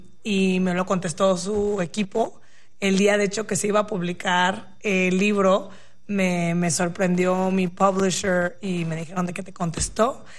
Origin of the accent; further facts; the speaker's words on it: Mexico; soy mexicana también, tengo mi comunidad latina